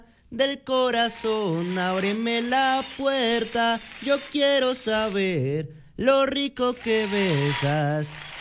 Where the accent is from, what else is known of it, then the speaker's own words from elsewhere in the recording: Bogotá, Colombia; yo soy Rolo. Soy Rolo, soy de Bogotá, 19 años.